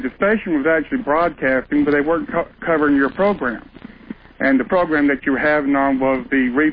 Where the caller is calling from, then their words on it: Montgomery, Alabama, United States; I'm calling from Montgomery, Alabama.